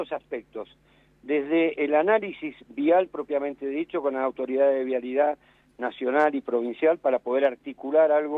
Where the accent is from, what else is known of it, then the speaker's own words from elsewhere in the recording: Argentina; Nosotros como argentinos